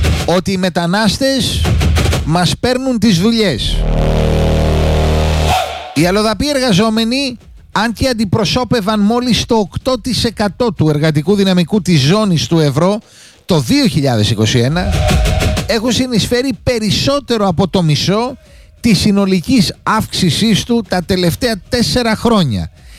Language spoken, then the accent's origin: Greek; Greece